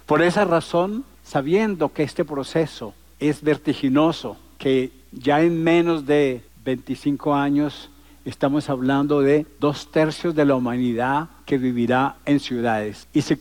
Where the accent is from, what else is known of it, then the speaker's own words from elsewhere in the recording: Colombia; moved away as an adult; now in France; yo nací en América Latina. Yo nací en Colombia hace 67 años y viví hasta los 20 años en Colombia. Vivo en Francia desde hace 47